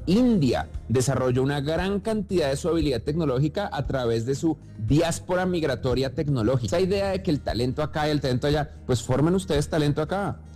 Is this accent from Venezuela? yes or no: no; Colombia; now in United States; Y pues uno sigue siendo más colombiano que gringo.